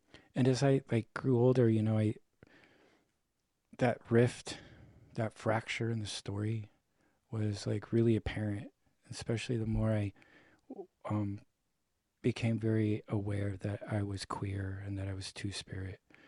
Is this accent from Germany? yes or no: no; Pacific Northwest, United States; I come from the Columbia River, Nichiwana, in my language. I'm a river person, meaning people didn't really assimilate well into the reservation system. So we just stuck to the river most of our lives. I'm enrolled Cowlitz, so the Cowlitz Indian Nation